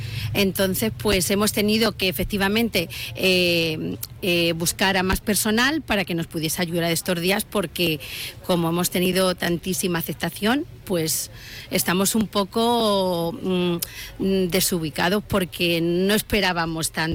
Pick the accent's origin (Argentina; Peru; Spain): Spain; Cuerva, Castilla-La Mancha; Venimos de Cuerva, de un pueblecito que está al lado de Pulgar, estamos a 30 kilómetros, igual, y somos una empresa familiar.